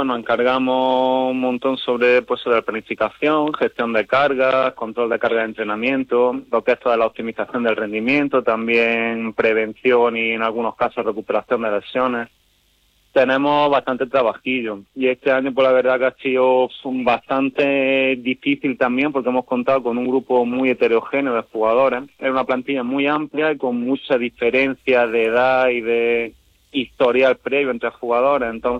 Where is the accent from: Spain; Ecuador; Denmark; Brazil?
Spain; El Ejido, Andalusia; moved away; also born or lived in Italy; Yo soy un ejidense más